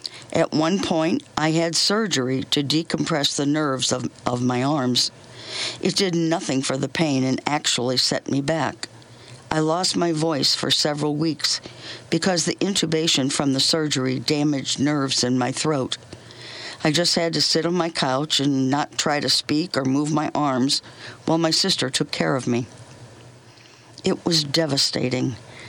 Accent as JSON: {"language": "English", "region": "Connecticut", "country": "United States", "tie": "born or raised there", "said": "as well as the fact that I grew up in Connecticut, where the tick-borne disease was first found"}